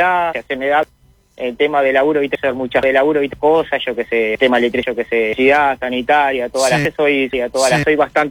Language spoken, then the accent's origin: Spanish; San Carlos, Maldonado, Uruguay; moved away as an adult; now in José Ignacio, Uruguay; Soy de San Carlos de Maldonado, pero temas laborales, 4 años y medio que estamos en Ignacio.